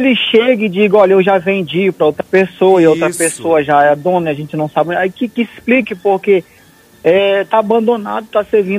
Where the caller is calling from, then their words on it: Boa Vista, Roraima, Brazil; Eu tô falando aqui do Pintolândia.